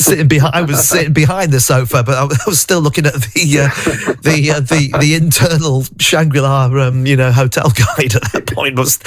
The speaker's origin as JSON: {"language": "English", "region": "England", "country": "United Kingdom", "said": "we are English."}